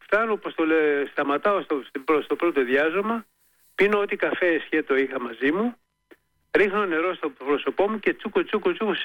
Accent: Peloponnese, Greece; που ήταν από το χωριό μου

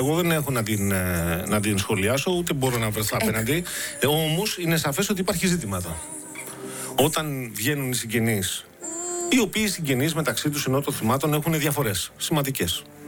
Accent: Greece

